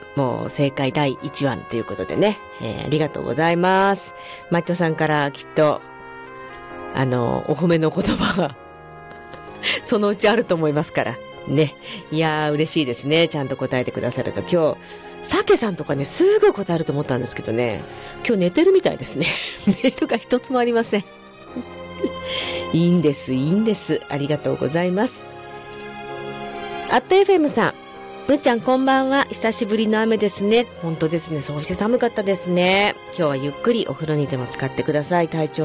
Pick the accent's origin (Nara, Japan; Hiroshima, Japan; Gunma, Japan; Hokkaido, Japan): Gunma, Japan; accent: Gunma dialect